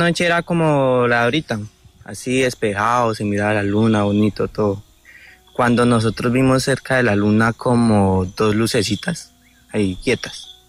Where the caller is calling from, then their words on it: Villavicencio, Meta, Colombia; desde la ciudad de Villavicencio.